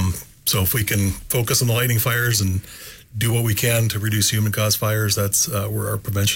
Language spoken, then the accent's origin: English; Anchorage, Alaska, United States; now in Mat-Su Valley, United States; I was born and raised in Alaska and grew up on the Anchorage hillside